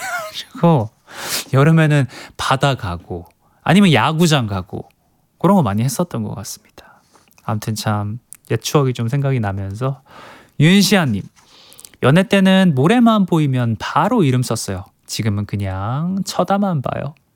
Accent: Busan, South Korea; 부산 사람이라서 뭐 부산 사람이라고 매일매일 바다에 가는 건 아닌데 그래도 1년에 한 번은 꼭 바다에 놀러 갔었던 것 같고

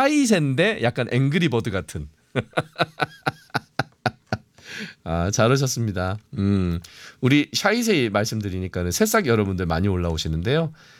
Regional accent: Gyeongsang, South Korea; 저도 이제 경상도 사람이니까.

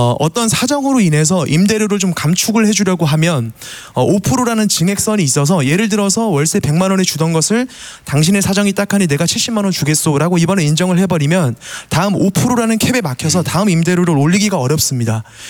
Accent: Jeju, South Korea; 안녕하십니까. 제주도에서 왔습니다.

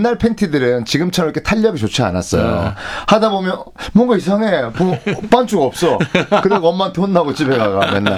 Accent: Busan, South Korea; born there; also born or lived in Seoul; 저는 희한하게 부산이 고향인데도 서울 어릴 때 서울 잠깐 있었거든요. 그래서 네. 부산을 거꾸로 놀러 갔었어요. 그러니까 그 뒤로 살게 됐는데

